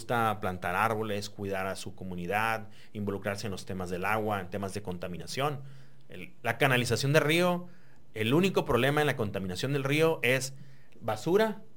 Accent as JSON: {"language": "Spanish", "country": "Mexico"}